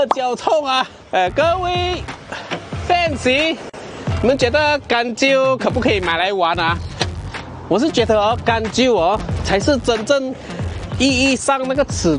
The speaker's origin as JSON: {"language": "Chinese", "town": "Miri", "region": "Sarawak", "country": "Malaysia", "said": "因为我来自米粒嘛"}